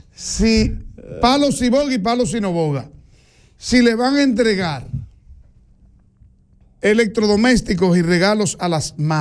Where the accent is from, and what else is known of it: Barahona, Dominican Republic